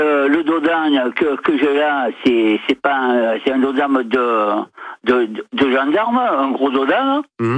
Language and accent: French; Marseille, Provence-Alpes-Côte d'Azur, France; now in Martigues, France; je suis marseillais de souche.